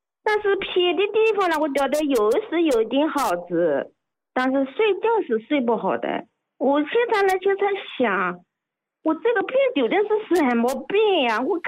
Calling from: Shaoxing, Zhejiang, China; 我是绍兴人。

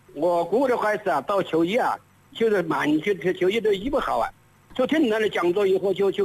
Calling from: Tianmen, Hubei, China; 天门黄潭。

